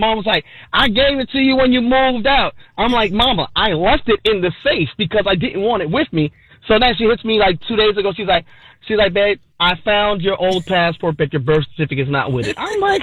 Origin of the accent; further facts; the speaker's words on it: New York, United States; born there; moved away; I'm originally from New York.